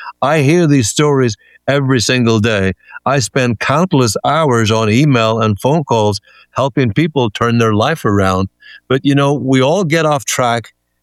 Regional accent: Ireland; now in United States; because I come from Ireland. We say in Ireland, he's full of blarney, or she's full of blarney

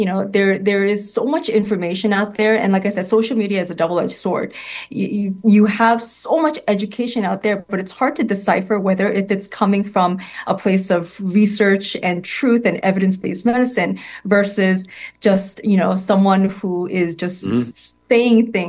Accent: New York City, New York, United States; And I just absolutely love being a New Yorker.

